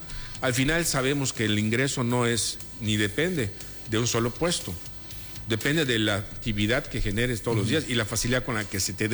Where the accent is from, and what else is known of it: Mexico